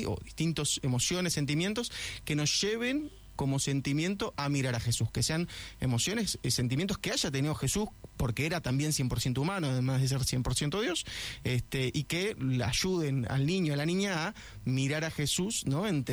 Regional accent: Argentina; moved away as an adult; now in Chile; como argentino, que siempre pude entrar en Chile

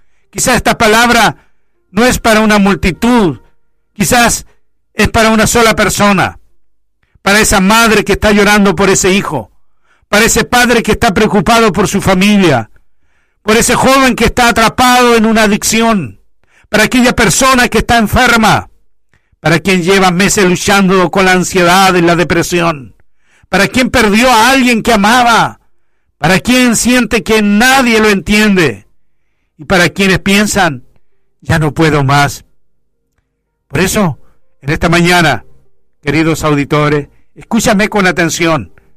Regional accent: Chile; porque somos chilenos.

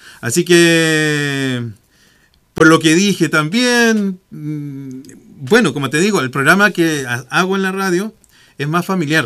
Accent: Queilen, Los Lagos, Chile; No, yo pues soy del Elbo, de la comuna de Keilen.

